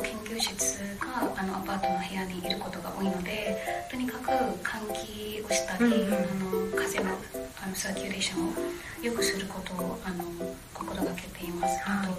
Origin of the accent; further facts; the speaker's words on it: India; moved away; 私の実家はインドのちょっと真ん中から東の方にあるんですけれども